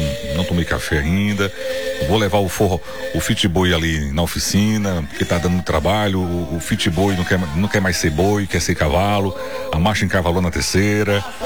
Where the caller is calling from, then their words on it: Queimada Grande, Brazil; sou de Queimada Grande, município de Banzaí, moro aqui em São Paulo